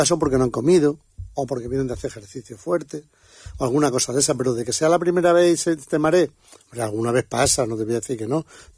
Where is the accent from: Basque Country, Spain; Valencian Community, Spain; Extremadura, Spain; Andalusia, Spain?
Extremadura, Spain; Don Benito; los calabazones, que mi pueblo